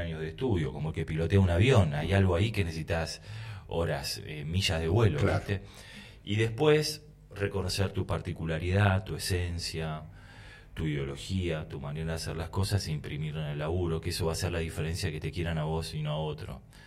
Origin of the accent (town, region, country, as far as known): Argentina